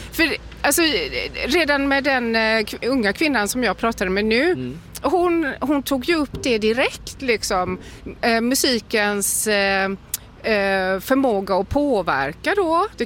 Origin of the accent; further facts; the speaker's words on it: Karlskrona, Blekinge, Sweden; jag är uppvuxen här i Karlskrona